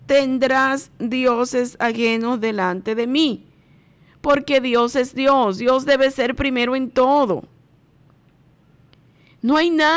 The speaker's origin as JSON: {"language": "Spanish", "country": "Dominican Republic"}